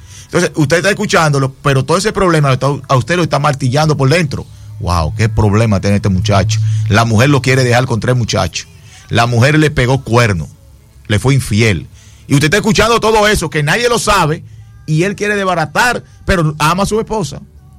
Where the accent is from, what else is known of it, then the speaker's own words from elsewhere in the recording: Dominican Republic; yo soy de Villaverde, nacido y criado en Villaverde. Yo tengo 47 años de edad.